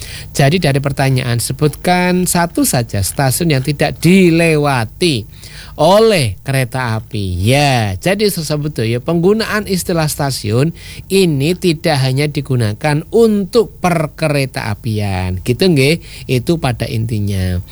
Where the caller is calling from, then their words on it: Special Region of Yogyakarta, Indonesia; Saya dari Jalan Pantai Trisik Kunjam stasiun RRI Mas.